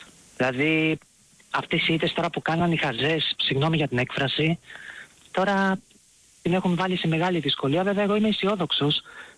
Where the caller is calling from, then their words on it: Kyllini, West Greece, Greece; από την Κυλίνη.